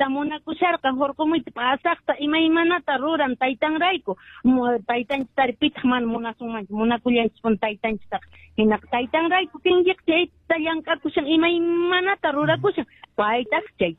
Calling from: Puno, Peru; yo soy de Puno, entonces yo hablo perfectamente el quechua.

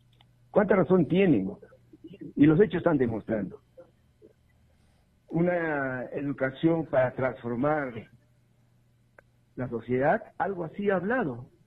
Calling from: Juliaca, Puno, Peru; desde Juliaca.

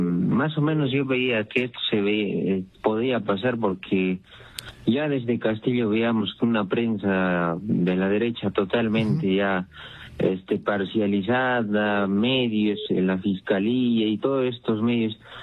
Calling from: Tacna, Peru; Buenos días, Edson, desde Tacna.

